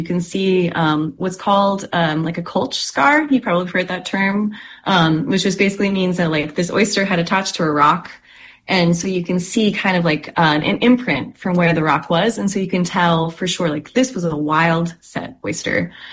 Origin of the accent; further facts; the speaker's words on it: New York, United States; now in Wiscasset, United States; I'm originally from Western New York, Finger Lakes area, but currently am a resident of Wiscasset, Maine.